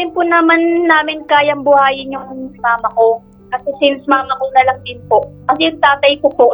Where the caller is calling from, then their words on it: Pililla, Calabarzon, Philippines; Ililia Rizal.